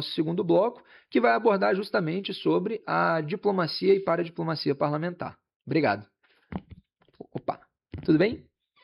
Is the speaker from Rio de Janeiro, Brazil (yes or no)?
yes; Rio de Janeiro, Brazil; é um debate com o qual eu prefiro nem entrar enquanto fluminense